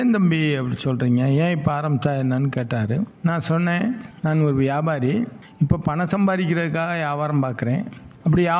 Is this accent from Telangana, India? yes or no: no; Muthupattinam, Tamil Nadu, India; moved away as an adult; now in Dindigul, India; என்னுடைய சொந்த ஊர் புதுக்கோட்டை மாவட்டம், புதுக்கோட்டை அறந்தாங்கி சாலையில் 15வது கிலோமீட்டரில் முத்துப்பட்டினம் என்ற சிற்றூர். வேலை நிமித்தமாக திண்டுக்கலுக்கு வந்தேன், இங்கே குடியிருக்கேன் தற்சமயம்.